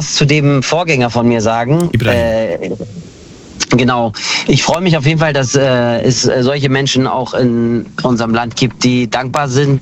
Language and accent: German; Hanover, Lower Saxony, Germany; Ich bin aus Hannover.